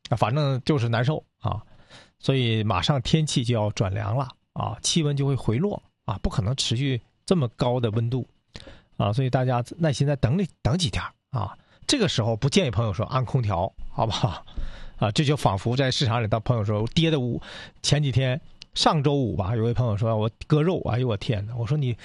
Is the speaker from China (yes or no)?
yes; Northeast China, China; 咱们东北这边这旮瘩的朋友们啊